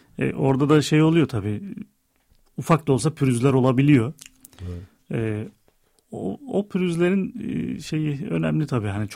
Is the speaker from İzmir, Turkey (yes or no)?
no; Istanbul, Turkey; born there; İstanbul doğumluyum.